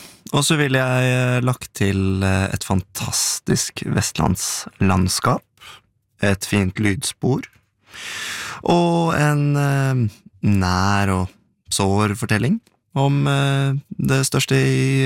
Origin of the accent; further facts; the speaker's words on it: Eastern Norway, Norway; accent: Eastern Norwegian; Altså, jeg høres jo ut som en østlending, men det skal sies at bak mitt mål så lurer det seg utelukkende vestnorske gener.